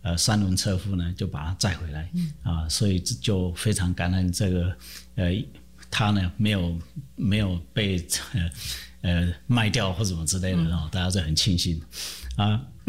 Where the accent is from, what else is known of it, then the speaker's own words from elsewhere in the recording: Fengtian Village, Pingtung County, Taiwan; 其实我本身就是出生在乡下嘛，在1954年出生在屏东丰田村的乡下。